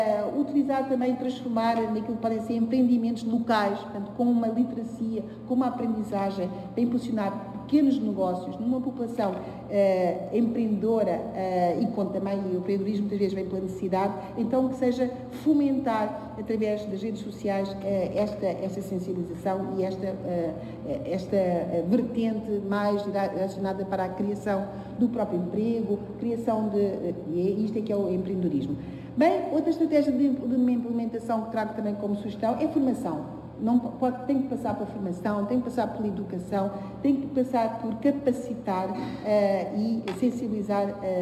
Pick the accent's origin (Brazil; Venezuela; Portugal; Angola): Angola; born there; Eu nasci em Angola e não conheço tão pouco todas as províncias